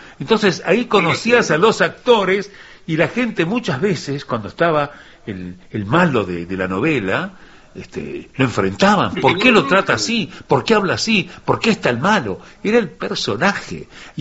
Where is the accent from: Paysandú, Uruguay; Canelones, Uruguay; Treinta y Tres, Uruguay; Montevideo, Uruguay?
Paysandú, Uruguay; born there; yo recuerdo en Paysandú no teníamos televisión nosotros, y nos reuníamos en torno a la radio.